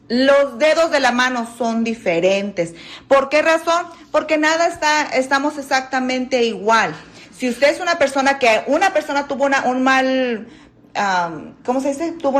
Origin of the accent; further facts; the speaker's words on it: Michoacán, Mexico; No, soy de Michoacán.